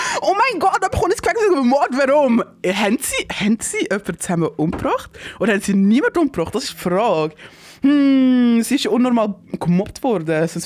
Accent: Tunceli Province, Turkey; als eine Kurdin, die nicht so viel von Kultur leider mitbekommen hat. Es ist sehr interesting, wenn sie über so, wie der eine ist vom gleichen Dorf, glaube ich, wie ich. Dersim, let's go, Dersim, up.

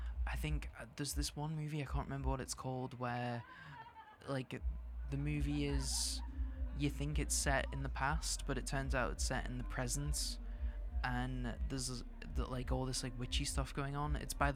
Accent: Scotland, United Kingdom; growing up in Scotland

